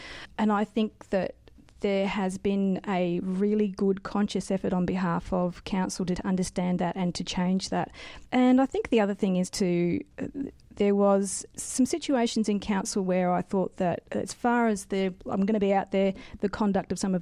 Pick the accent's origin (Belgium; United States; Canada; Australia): Australia; South Australia; moved away as an adult; now in Mildura, Australia; I grew up in South Australia, moved away and became a geologist, and moved here to work with a mining company called Crystal Mining.